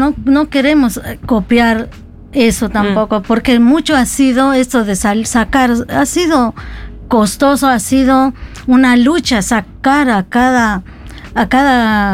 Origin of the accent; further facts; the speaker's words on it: Bolivia; moved away as an adult; now in Buenos Aires, Argentina; Soy de Bolivia, soy boliviana